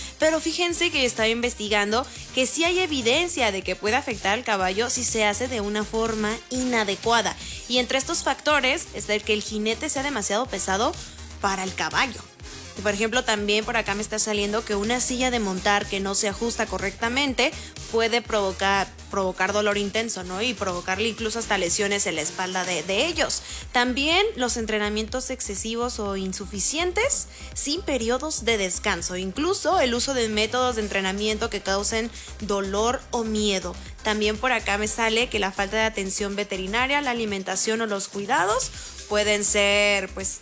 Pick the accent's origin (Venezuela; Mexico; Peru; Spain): Mexico; qué combinaciones tan raras de verdad que nosotros tenemos como mexicanos